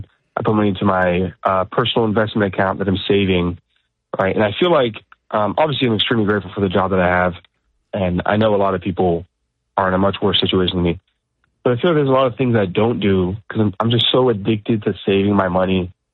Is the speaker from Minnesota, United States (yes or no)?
no; San Diego, California, United States; I'm from San Diego, California. I'm 24 years old